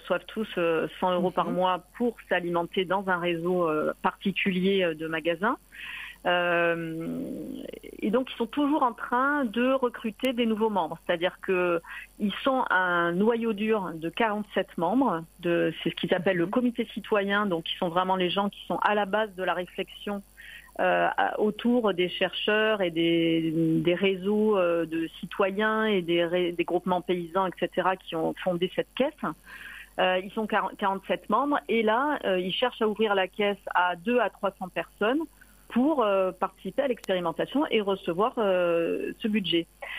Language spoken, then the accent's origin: French; Marseille, Provence-Alpes-Côte d'Azur, France; parce que moi je viens de Marseille